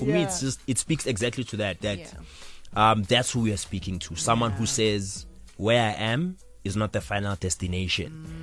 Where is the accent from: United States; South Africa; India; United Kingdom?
South Africa; Soweto, Gauteng; I'm a South African, I'm from Soweto.